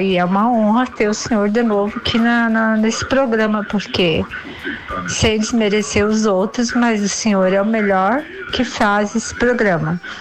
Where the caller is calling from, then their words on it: Rio Grande do Sul, Brazil; o hino do Rio Grande do Sul, que é o meu hino, que eu me considero somente do Sul, eu sou do Sul